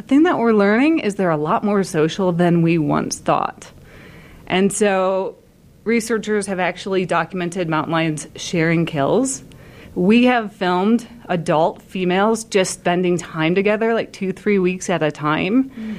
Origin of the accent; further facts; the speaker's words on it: Michigan, United States; moved away as an adult; now in Utah, United States; But from Michigan originally, and we had dispersing cats showing up in our state, right?